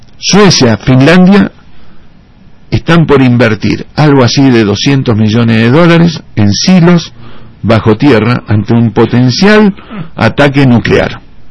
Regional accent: Argentina; el principal enemigo que tenemos los argentinos somos los argentinos.

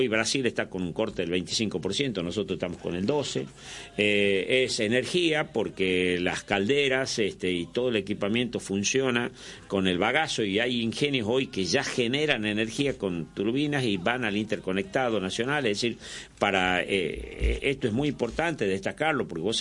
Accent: Tucumán, Argentina; La verdad que Tafí del Valle, no quiero hablar porque solo soy tucumano, sino por decir la verdad

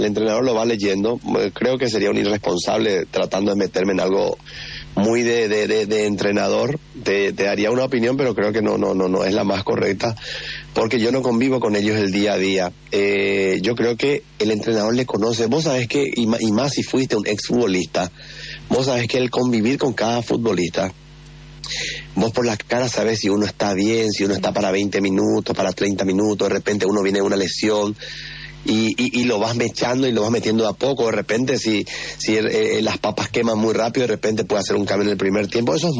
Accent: Paraguay

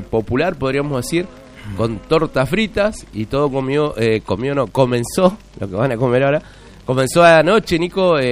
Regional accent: Argentina; qué nos pasa hoy como argentinos

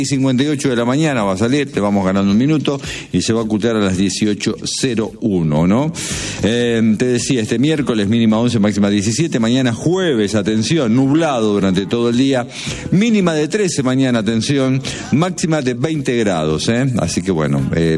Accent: Argentina; porque así lo decretamos y porque somos argentinos.

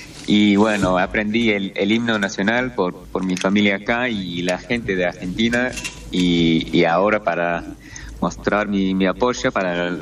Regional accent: Scotland, United Kingdom; Spanish is a second language; Soy escocés

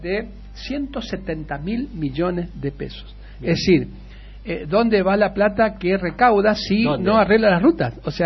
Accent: Charadai, Chaco, Argentina; moved away; en Charaday, mi pueblo querido, que siempre lo recuerdo

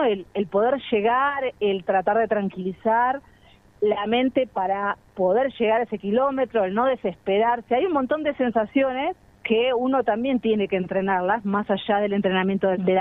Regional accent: Argentina; esas ganas de expresar que somos argentinos y que todo el mundo nos elogia

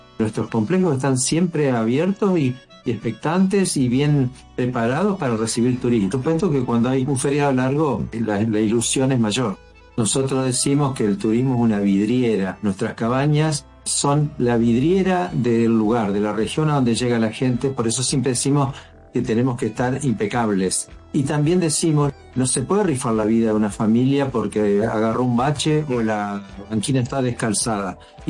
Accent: Santa Fe, Argentina; de cómo somos los santafesinos.

